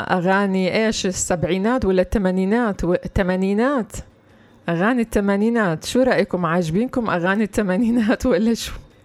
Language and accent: Arabic; Palestine; احنا عنا كفلسطينيين